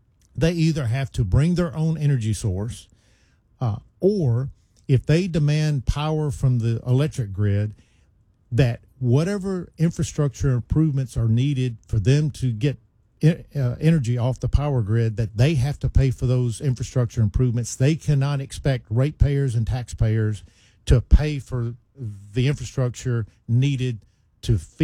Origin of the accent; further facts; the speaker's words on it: Memphis, Tennessee, United States; I mean, people find out I'm from Memphis. When I'm outside Tennessee, they find out I'm from Memphis.